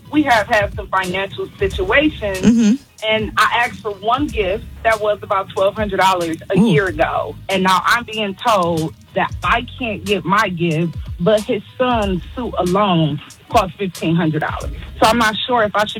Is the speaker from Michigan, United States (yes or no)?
yes; Detroit, Michigan, United States; So I'm graduating Friday from Wayne State. I'm from Detroit with my BSW.